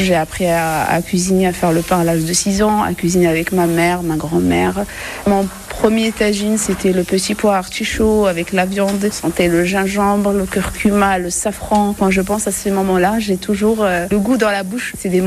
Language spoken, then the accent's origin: French; El Jadida, Casablanca-Settat, Morocco; J'ai grandi au Maroc, dans une petite ville à 80 km de Casablanca qui s'appelle El Jadida. C'est une ville de pêcheurs au bord de la mer.